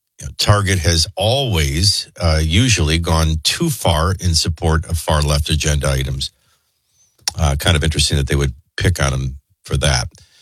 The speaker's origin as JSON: {"language": "English", "town": "New Orleans", "region": "Louisiana", "country": "United States", "tie": "born or raised there", "said": "I grew up in New Orleans, so we're used to that."}